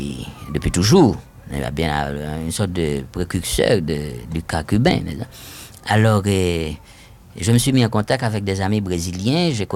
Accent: Haiti; moved away as an adult; il a fait comprendre que j'étais exilé d'Haïti, qu'il fallait bien que je reste quelque part, et s'il y a un endroit où un Haïtien peut vouloir résider, c'est bien Paris.

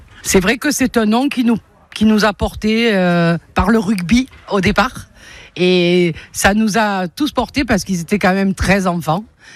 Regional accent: Toulon, Provence-Alpes-Côte d'Azur, France; born there; also born or lived in Évenos; je suis née à Besagne, à Toulon

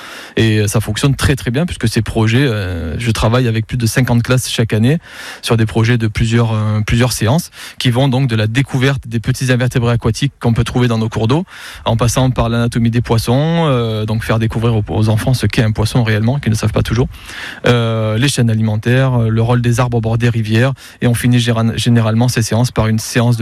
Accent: Jouques, Provence-Alpes-Côte d'Azur, France; Parce que je suis natif de Jouques, un petit village juste à côté, et que je suis très enraciné à mon territoire.

